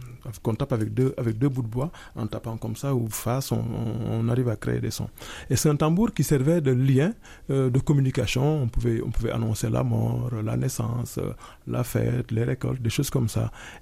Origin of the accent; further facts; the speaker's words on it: Senegal; moi, en tant que Sénégalais, j'ai eu la chance de voir quelques masques lors des initiations. Mais chez les Wolofs, on ne connaît plus les masques.